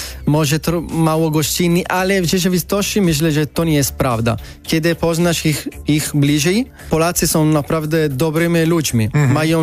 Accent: Italy; Polish is a second language; moved away as an adult; now in Poland; kiedy ja powiem, że jestem z Włoch

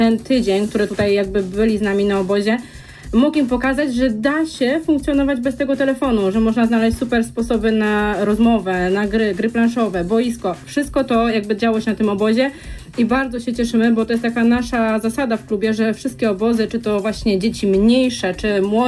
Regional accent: Rogowo, Kuyavian-Pomeranian Voivodeship, Poland; moved away as an adult; ja pochodzę z Rogowa i tam w LKS Rogowo zaczęłam swoją przygodę.

